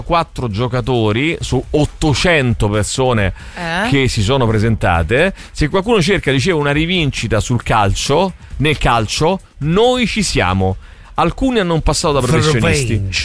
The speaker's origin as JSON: {"language": "Italian", "town": "Rome", "region": "Lazio", "country": "Italy", "said": "No, io so di Roma, no? So da Roma."}